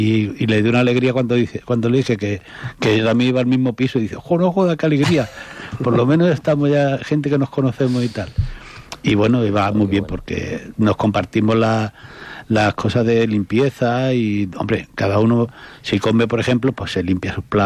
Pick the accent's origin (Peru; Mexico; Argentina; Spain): Spain; Morón de la Frontera, Andalusia; Yo soy de Sevilla, de Morón de la Frontera.